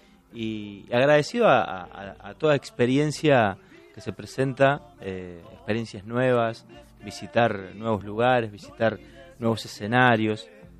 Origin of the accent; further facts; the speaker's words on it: Melo, Córdoba, Argentina; now in Laboulaye, Argentina; pero no soy de la Boulaye. Soy de Melo, de un pueblito muy cercano a la Boulaye. Vivo en la Boulaye, claro.